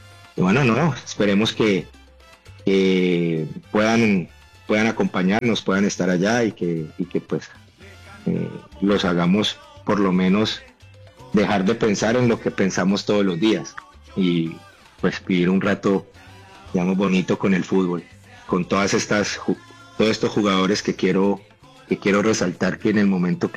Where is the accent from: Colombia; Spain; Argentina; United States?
Colombia; Cali, Valle del Cauca; yo estoy en Cali, soy caleño